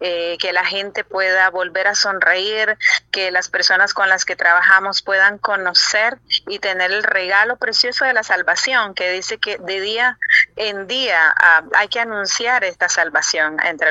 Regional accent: Nicaragua; moved away as an adult; now in Southeast Asia; estoy nuevamente en mi tierra del Pinolillo, de lagos y volcanes. Y bueno, sí, desde hace ya 14 años estoy en el sudeste de Asia.

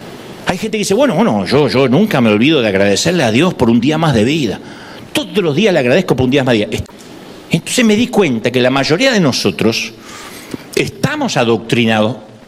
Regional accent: Argentina; Esta semana yo estaba en Televisión Nacional en mi país, en Argentina

